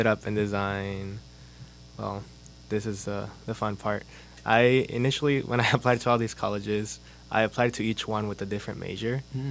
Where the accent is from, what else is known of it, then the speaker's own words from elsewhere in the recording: Concord, California, United States; Kind of in the Bay, Concord.